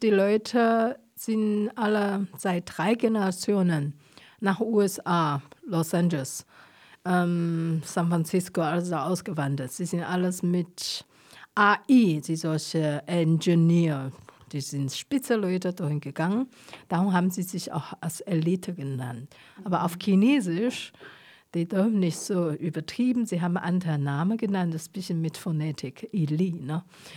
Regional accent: Taiwan; born there; German is a second language; weil ich im Winter geboren bin in Taiwan, gibt keine Schnee, nur oben eine Woche in der Jadeberge.

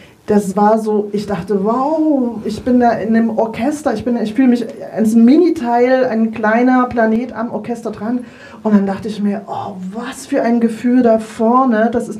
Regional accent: Saxony, Germany; das ist meine Heimatstadt und ich kann da zu Fuß, was weiß ich, dahin laufen, bin an der Thomaskirche, bin am Mendelssohn-Denkmal

